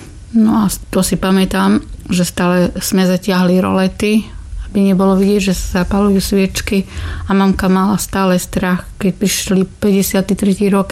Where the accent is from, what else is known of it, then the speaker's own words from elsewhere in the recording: Košice, Košice Region, Slovakia; born there; Takže som sa narodila v Košiciach.